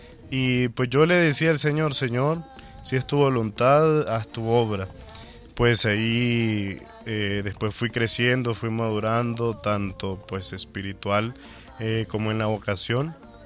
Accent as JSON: {"language": "Spanish", "town": "Dolores", "region": "Carazo", "country": "Nicaragua", "tie": "born or raised there", "moved": "as an adult", "said": "soy originario de Dolores Carazo."}